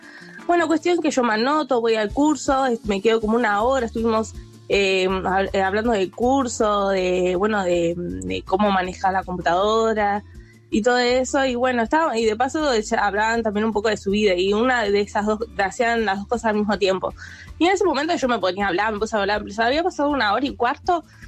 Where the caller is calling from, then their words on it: Argentina; soy de Las Ferreras.